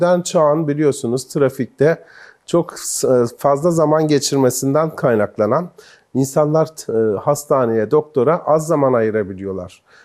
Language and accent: Turkish; Gaziantep, Turkey; benim memleketim Gaziantep